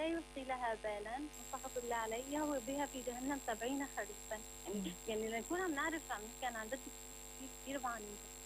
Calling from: Aleppo, Aleppo Governorate, Syria

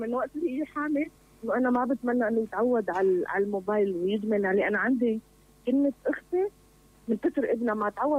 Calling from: Homs, Homs Governorate, Syria

